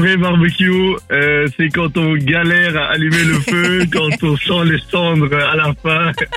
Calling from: Thann, Grand Est, France; Alors, je suis à Tannes.

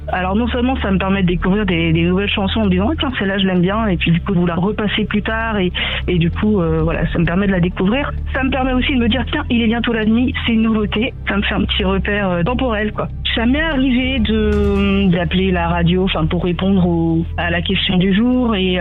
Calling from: Laval, Pays de la Loire, France; je viens de Laval.

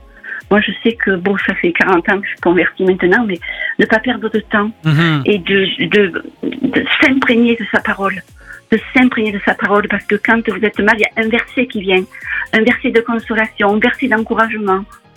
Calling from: Provence-Alpes-Côte d'Azur, France; accent: singing southern accent; Je suis près d'Aix-en-Provence.

